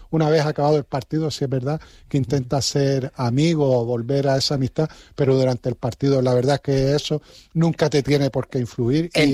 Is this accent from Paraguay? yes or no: no; Arucas, Canary Islands, Spain; Yo, por ejemplo, yo soy de Arucas